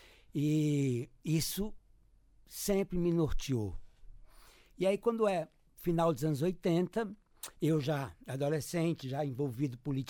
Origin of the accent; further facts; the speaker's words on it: Taguatinga, Federal District, Brazil; born there; also born or lived in Corinto, Minas Gerais; a minha adolescência se deu, a minha vida, eu fui criado em Taguatinga, né?